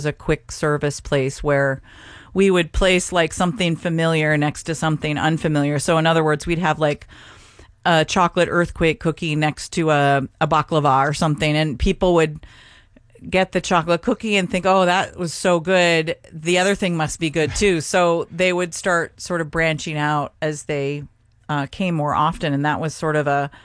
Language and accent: English; Seattle, Washington, United States; moved away; I come from Seattle, Washington, from a Norwegian family on both sides